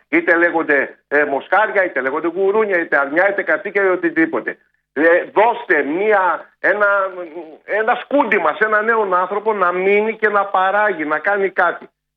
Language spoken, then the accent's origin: Greek; Epirus, Greece; οι μικρές παραγωγές που ξέραμε εμείς που μεγαλώσαμε στην Ήπεθρο